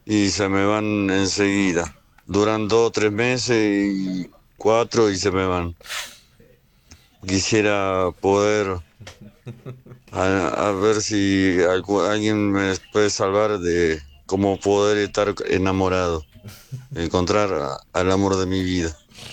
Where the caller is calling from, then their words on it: Paso del Rey, Buenos Aires Province, Argentina; de Zona Paso del Rey, Entre Moreno. 47 años